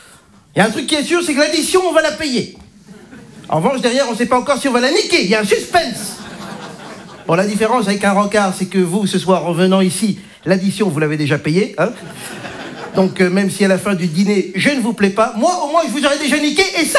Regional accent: DR Congo; now in Belgium; Donc, je suis belge. Hein, je représente donc la Belgique ce soir.

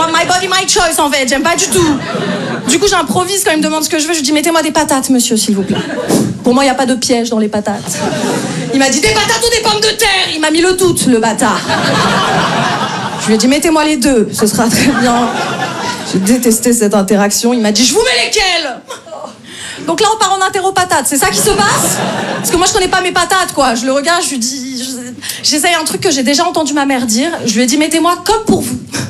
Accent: Paris, Île-de-France, France; Je me présente … moi je viens de Paris

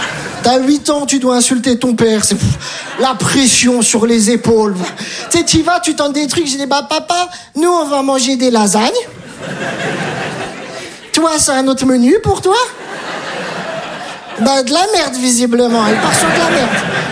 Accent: Metz, Grand Est, France

